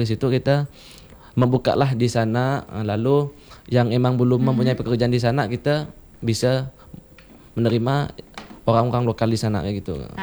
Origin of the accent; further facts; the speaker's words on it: Indonesia; moved away; di kampung saya tuh kak, di Sungai Burun kecil loh.